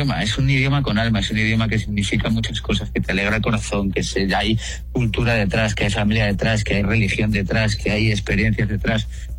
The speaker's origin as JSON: {"language": "Spanish", "country": "Mexico", "said": "Sí, como mexicanos"}